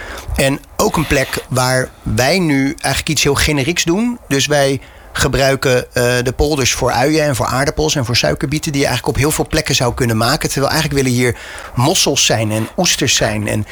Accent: Rhoon, South Holland, Netherlands; Ik ben in Roon geboren, vlak onder Rotterdam.

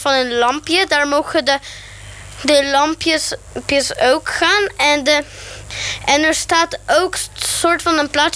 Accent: Netherlands; born there; ik ben 10 jaar oud en ik ben in Nederland geboren.

